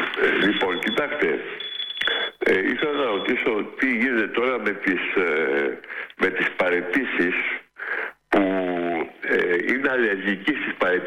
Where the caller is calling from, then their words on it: Athens, Attica, Greece; also born or lived in Patisia; Πρώην από Πατήσια.